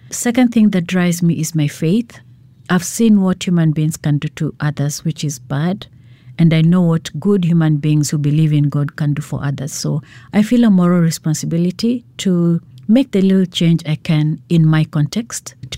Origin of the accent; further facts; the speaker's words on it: Kenya; I'm a Kenyan, and I work in Kenya